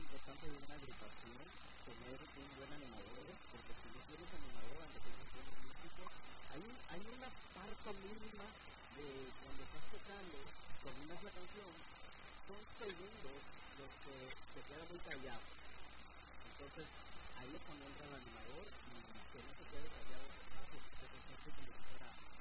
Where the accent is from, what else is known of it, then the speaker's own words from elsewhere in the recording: Oaxaca, Mexico; Originario de Oaxaca.